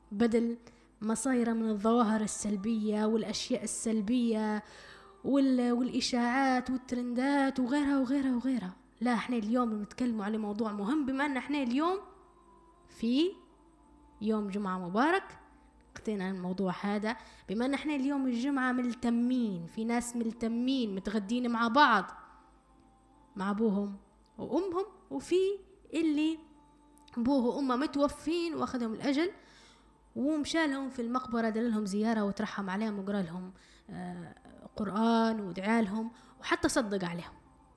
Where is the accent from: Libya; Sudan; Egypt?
Libya; accent: Libyan; ولكن دائما نختار في لهجتنا الليبية، اللهجة البسيطة اللي توصل لكل مستمع